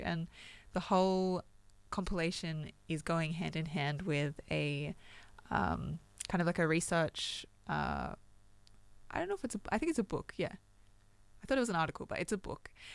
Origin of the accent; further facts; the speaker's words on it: Philippines; something that I grew up as a Filipino myself, grew up eating at family barbecues and different things